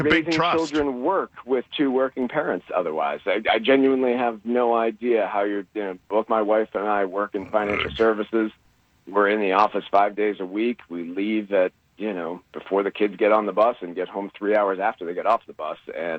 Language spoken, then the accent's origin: English; Boston, Massachusetts, United States; we tell them that we're from Boston